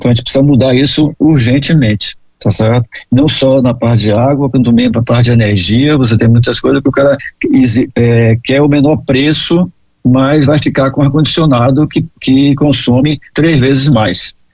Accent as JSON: {"language": "Portuguese", "region": "Bahia", "country": "Brazil", "said": "eu sou do Nordeste, né, na Bahia"}